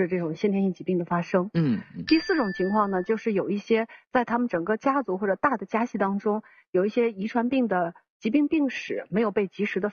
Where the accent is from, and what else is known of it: China